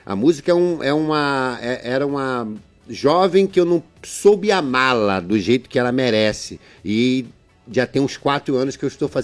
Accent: Armação dos Búzios, Rio de Janeiro, Brazil; born there; Fui criado lá em Padre Miguel, né? E papai e mamãe viemos a Búzios em 87. Eu tinha 6 anos para poder fugir da criminalidade em busca de uma melhor qualidade de vida. E a cidade de Búzios até então, estou aí 39 anos

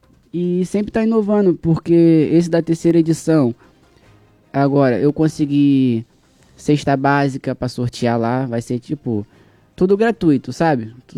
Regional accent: Arraial do Cabo, Rio de Janeiro, Brazil; also born or lived in Bom Jesus do Itabapoana; eu moro lá no morro desde criança, cara. Só não nasci lá, eu nasci em Bom Jesus de Itabapuana, mas só nasci também. Entendi. Aí vim pra Arraial novo, meus pais vieram pra Arraial, eu era novo. Moro lá minha vida toda

